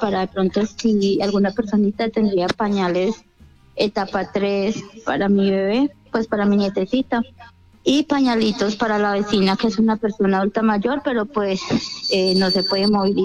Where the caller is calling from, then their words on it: Pereira, Risaralda, Colombia; De acá del Guayabal.